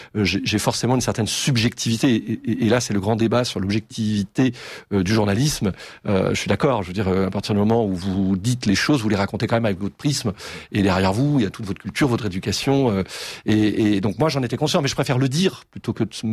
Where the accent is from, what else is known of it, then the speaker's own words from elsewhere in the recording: Nantes, Pays de la Loire, France; born there; also born or lived in Vannes; quand on est breton comme moi, hein, je suis originaire de Nantes, mais je suis né à Vannes. J'adore d'ailleurs la Bretagne, je suis très attaché à mes racines